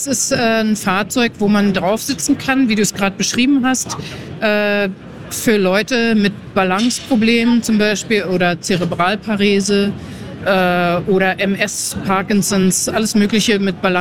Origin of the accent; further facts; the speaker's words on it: Potsdam, Brandenburg, Germany; moved away as an adult; now in United States; Ich habe in meiner Heimatstadt Potsdam angefangen und bin 2006 in die USA ausgewandert